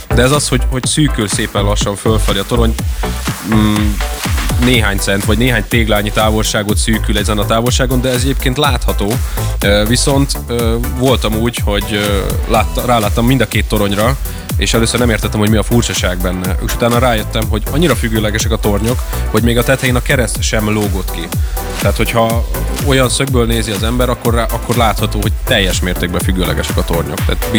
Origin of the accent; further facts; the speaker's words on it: Szeged, Csongrád-Csanád, Hungary; mondom ezt én szegediként